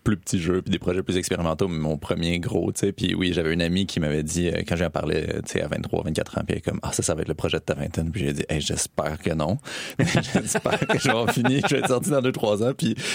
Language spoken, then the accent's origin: French; Montreal, Quebec, Canada; Oui, j'ai grandi à Montréal, dans le Mainland, avec deux parents qui habitaient là.